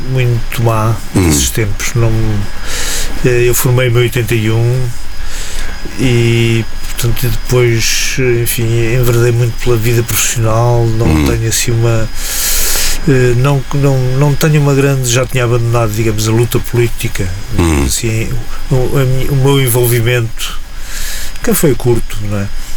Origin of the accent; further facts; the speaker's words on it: Coimbra, Centro, Portugal; eu sou de Coimbra.